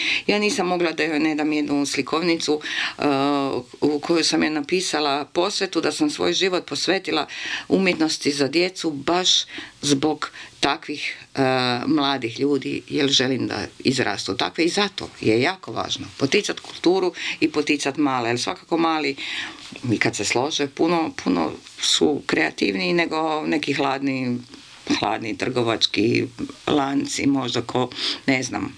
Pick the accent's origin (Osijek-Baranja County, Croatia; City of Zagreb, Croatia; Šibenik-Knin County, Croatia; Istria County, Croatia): City of Zagreb, Croatia; Zagreb; Žao mi je jedino što je to Zagreb stradao u potresu, pa je to još vidljivo, ali volim, to je moj rodni grad, a naročito volim ovaj dio grada Preradovićevu.